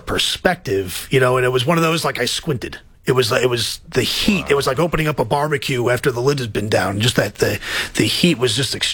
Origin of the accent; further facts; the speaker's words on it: New York City, New York, United States; I'm a New Yorker. I'm from Queens.